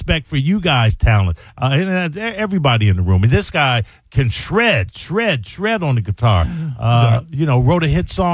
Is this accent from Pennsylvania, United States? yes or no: no; Chicago, Illinois, United States; When in my neighborhood growing up in Chicago, when the kids were playing football and doing this and in sports, I was sitting on the stairs of the front of the house, and I was writing.